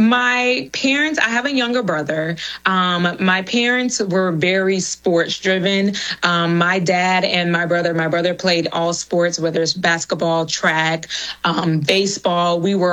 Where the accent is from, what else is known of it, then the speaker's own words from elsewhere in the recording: Jacksonville, Florida, United States; moved away as an adult; now in Orlando, United States; I am originally from Jacksonville, Florida. So go Jags. I currently reside in the Orlando area. I moved here to attend the University of Central Florida